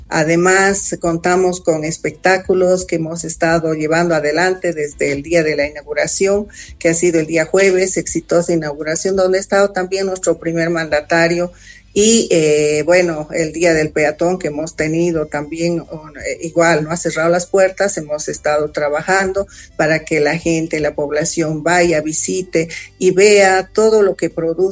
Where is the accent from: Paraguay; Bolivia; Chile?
Bolivia; La Paz; Sin embargo, como todo paceño, tenemos la esperanza